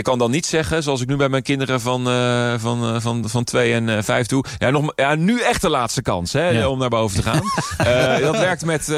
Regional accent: Rotterdam, South Holland, Netherlands; wij komen uit Rotterdam.

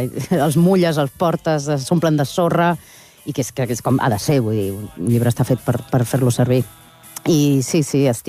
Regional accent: Barcelona, Catalonia, Spain; also born or lived in Oviedo; arribar aquí a Barcelona, a Catalunya, quan tenia un any. Llavors, lo d'Oviedo sempre és anecdòtic, però no sóc d'Oviedo, realment.

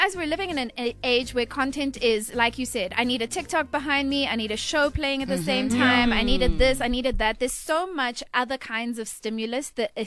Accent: Pretoria, Gauteng, South Africa; growing up in Pretoria.

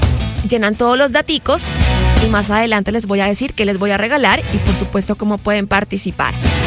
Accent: Colombia; porque somos colombianos y debemos sentirnos orgullosos de ello.

